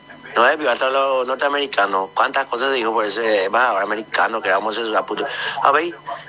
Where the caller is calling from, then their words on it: Paraguay; Paraguay con letrado. Vamos a Paraguay, fuerza arriba, nacionalista puro